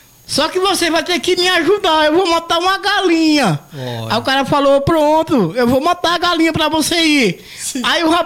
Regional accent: Penedo, Alagoas, Brazil; accent: Northeastern; moved away; also born or lived in São Paulo; Sou penedense.

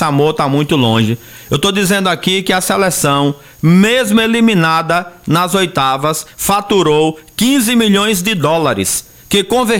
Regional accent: Brazil; nós que somos brasileiros

